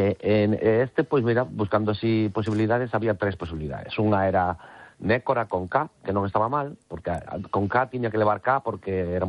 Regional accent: Galicia, Spain; Entendía que seríamos vascos, pero nada máis, no, somos galegos 100%.

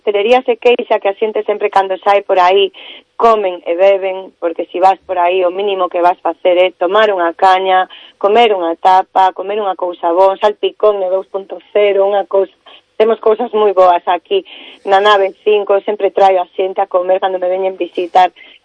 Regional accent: Galicia, Spain; que nos come como galegos.

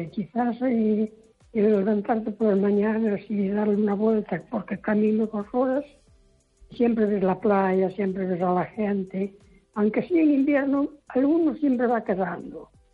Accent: Castro de Rei, Galicia, Spain; born there; moved away as an adult; now in Foz, Spain; yo nací en Caso de Rey, en Tierra Llana

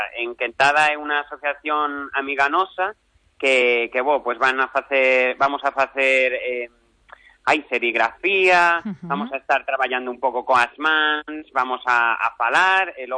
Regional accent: El Escorial, Community of Madrid, Spain; eu justamente es que son de da sierra, son de El Escorial, entón é un pouco máis pequeno que a capitale

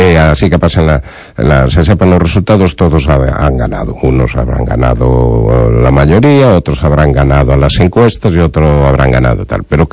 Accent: Galicia, Spain; más importante somos los gallegos

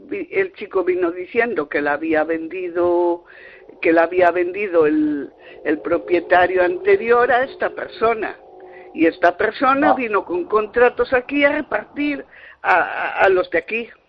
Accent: Redondela, Galicia, Spain; yo soy de aquí de Redondela, de Chapela

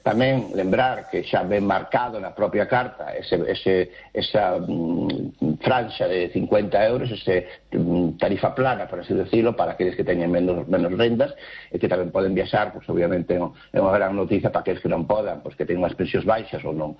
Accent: Galicia, Spain; tamén isto tamén enriquece non só a nós, sino tamén a donde vamos nós tamén como galegos.

